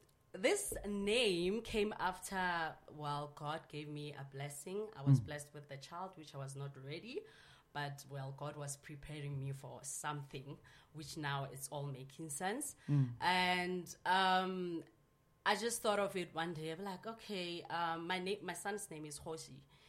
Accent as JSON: {"language": "English", "region": "Limpopo", "country": "South Africa", "tie": "born or raised there", "moved": "yes", "lives_now": "Gauteng, South Africa", "said": "I was born in Gauteng, but bred in Limpopo, then cooked in Gauteng"}